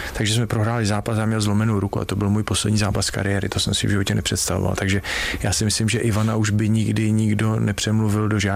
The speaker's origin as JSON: {"language": "Czech", "town": "Říčany", "region": "Central Bohemian Region", "country": "Czechia", "said": "já jsem z Říčan"}